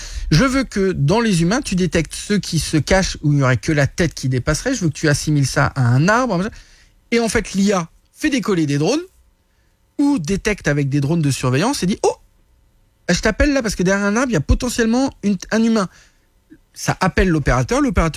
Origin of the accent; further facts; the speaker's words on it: France; now in Canada; je suis français